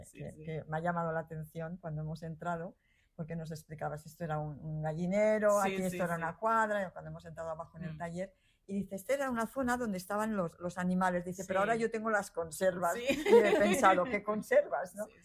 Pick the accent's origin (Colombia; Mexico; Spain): Colombia; now in Argentina; No, yo estoy incluida también en el grupo de los argentinos, pero yo soy colombiana.